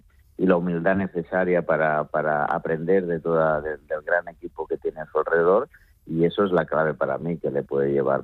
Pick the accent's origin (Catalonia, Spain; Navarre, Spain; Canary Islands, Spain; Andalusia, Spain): Catalonia, Spain; Lleida; born there; Yo nací en Lérida